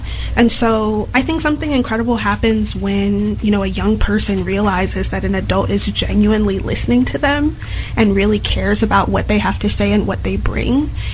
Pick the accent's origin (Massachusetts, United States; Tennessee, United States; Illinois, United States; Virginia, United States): Illinois, United States; Chicago; being a Chicago youth at one point, right? I grew up in Chicago, born and raised.